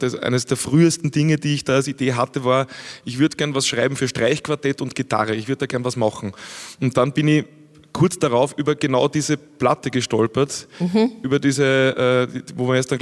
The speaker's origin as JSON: {"language": "German", "town": "St. Florian", "region": "Upper Austria", "country": "Austria", "tie": "born or raised there", "said": "Ich war mit meiner Mutter in der Musikschule St. Florian, wo ich aufgewachsen bin, die Schwester vom Blockflötenunterricht abholen."}